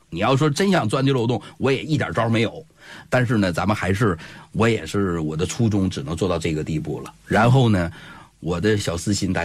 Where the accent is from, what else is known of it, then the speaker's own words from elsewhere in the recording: Northeast China, China; accent: Northeastern Mandarin; 用咱们东北话讲，就是它的优点就是大鼻子他爹老鼻子了